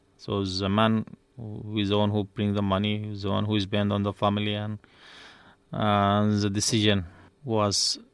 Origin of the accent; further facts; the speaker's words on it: Sudan; I came from Sudan and I'm 45 years old.